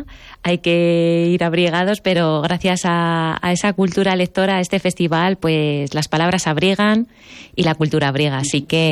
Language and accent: Spanish; Salamanca, Castile and León, Spain; now in Pyrenees, Spain; Un Punto Curioso es una empresa que nació en Salamanca, de donde soy